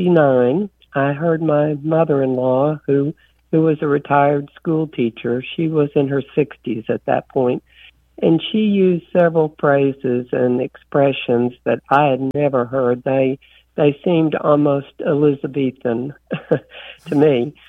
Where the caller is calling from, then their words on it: Jackson, Tennessee, United States; Jackson, Tennessee.